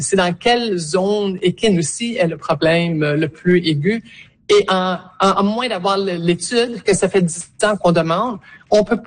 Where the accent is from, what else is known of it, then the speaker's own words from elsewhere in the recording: Alberta, Canada; je viens de Bright Creek, une des 6 zones qui est targetée